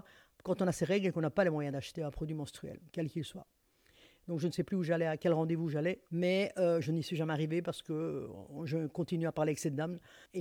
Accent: Brussels, Belgium

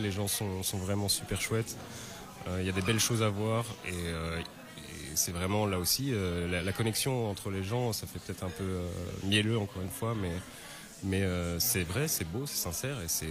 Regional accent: Arlon, Wallonia, Belgium; Moi je suis d'Arlon.

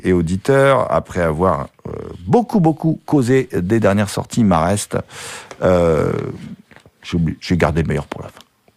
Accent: Hauts-de-France, France; puisqu'on est des petits godets Hauts-de-France, on est des Picards même plus exactement

